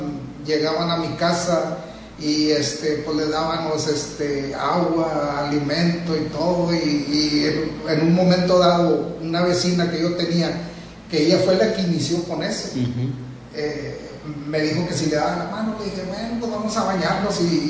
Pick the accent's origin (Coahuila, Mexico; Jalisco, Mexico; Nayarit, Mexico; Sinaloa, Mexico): Coahuila, Mexico; Villa Las Esperanzas; De Vía Las Esperanzas, Coahuila.